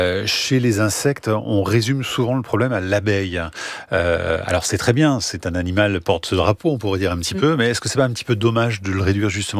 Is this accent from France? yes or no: yes; France; chez nous en France